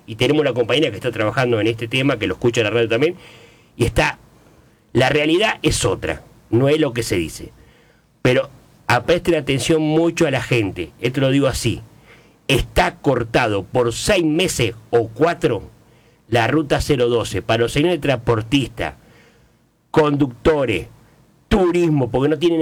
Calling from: Argentina; Como todo argentino, no hacemos caso.

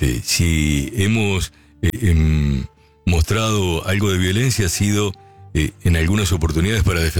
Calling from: Villa Devoto, Buenos Aires, Argentina; de Villa Devoto, te escucho siempre.

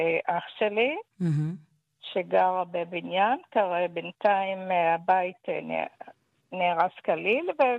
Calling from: Ramat Gan, Tel Aviv District, Israel; אנחנו מרמת גן

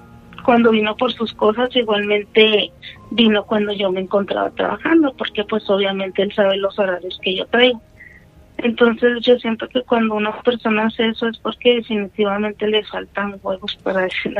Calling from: Ciudad Juárez, Chihuahua, Mexico; De Ciudad Juárez, Chihuahua.

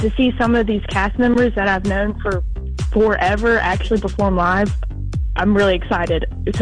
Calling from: Gulf Shores, Alabama, United States; I'm from actually Gulf Shores

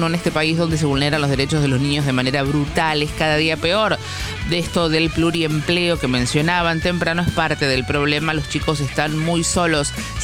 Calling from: Los Polvorines, Buenos Aires Province, Argentina; Buenos días, Tomás y equipo … de Los Polvorines, excelente programa

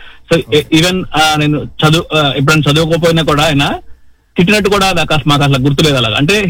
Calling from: Dublin, Leinster, Ireland; నేను డబ్లిన్ నుంచి కాల్ చేస్తున్నానండి.

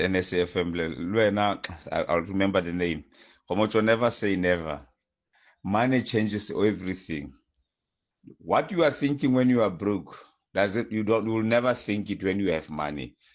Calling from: Mahikeng, North West, South Africa

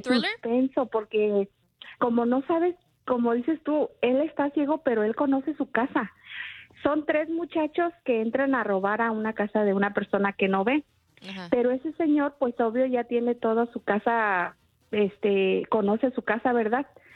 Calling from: Arlington, Texas, United States; Hablo de Arlington, Texas.

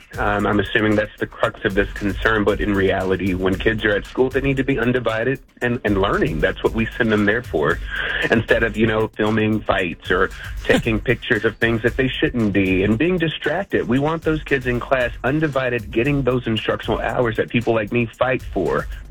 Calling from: Independence, Missouri, United States; Independence, Missouri.

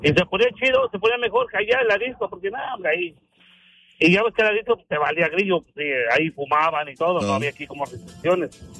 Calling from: Mexico; uno como mexicano

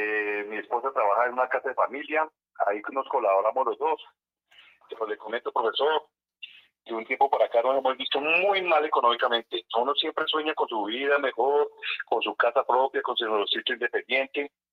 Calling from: Villapinzón, Cundinamarca, Colombia; Me llamo de Villapinzón

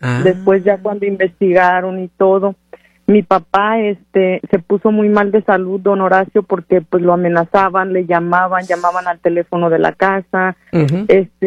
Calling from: Michoacán, Mexico; yo soy de Michoacán, me duele mi estado

